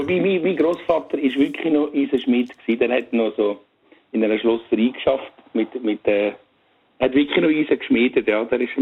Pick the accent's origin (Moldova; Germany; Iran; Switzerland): Switzerland; Andermatt, Uri; now in Erstfeld, Switzerland; Ich bin in Andermatt aufgewachsen.